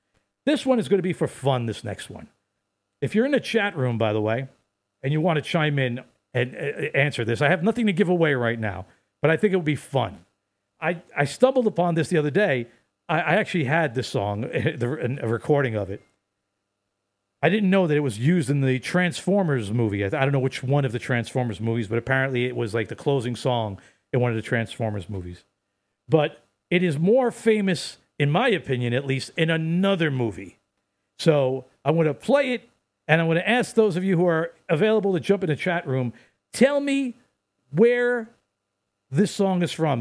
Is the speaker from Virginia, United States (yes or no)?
no; New York City, New York, United States; my hometown of Brooklyn